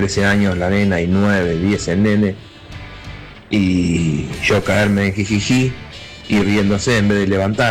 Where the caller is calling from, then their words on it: Buenos Aires, Argentina; el taxista de Montserrat.